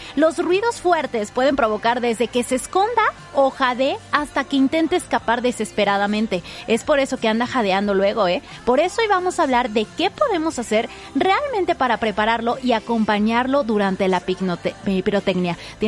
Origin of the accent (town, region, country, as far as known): Mexico